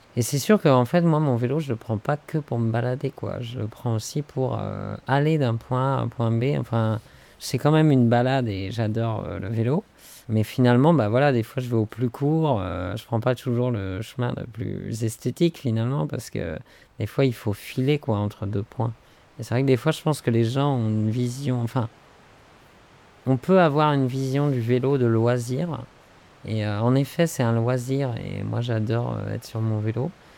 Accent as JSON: {"language": "French", "town": "Nantes", "region": "Pays de la Loire", "country": "France", "also_born_or_lived": "Montpellier / Auch / Gaillac", "moved": "yes", "said": "Nantes, je viens de Nantes. Bon, j'habitais dans un village, mais je suis né très près d'un marais et de la mer."}